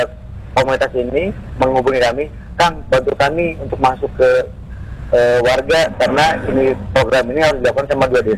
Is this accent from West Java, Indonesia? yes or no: yes; West Java, Indonesia; leluhur kita orang Sunda.